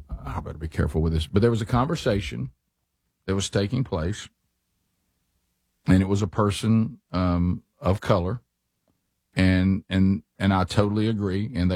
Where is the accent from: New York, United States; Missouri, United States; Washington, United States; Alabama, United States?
Alabama, United States; I'm also tired of people assuming, since I'm from Alabama, that I'm dumb.